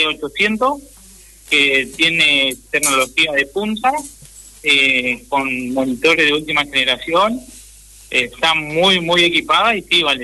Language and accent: Spanish; Victoria, Entre Ríos, Argentina; moved away as an adult; now in Castellanos, Santa Fe, Argentina; Soy de Victoria.